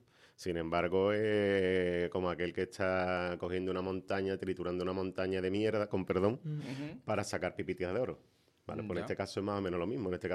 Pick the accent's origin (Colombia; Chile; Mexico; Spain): Spain; Cádiz, Andalusia; que es el garum de los federados, de los federates, que somos los gaditanos